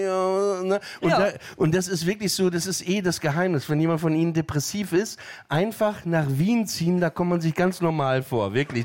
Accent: Papenburg, Lower Saxony, Germany; Ich meine, ich komme aus Papenburg im Emsland, ne, da ist das da benutzt man auch nicht so viele Worte

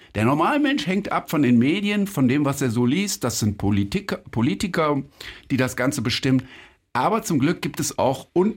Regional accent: Germany

